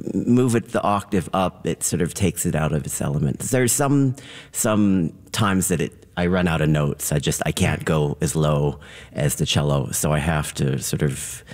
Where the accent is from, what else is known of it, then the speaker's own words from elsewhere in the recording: Sequim, Washington, United States; now in Seattle, United States; especially growing up on the Olympic Peninsula. I was from Squim, so I'm from the sunny part of the state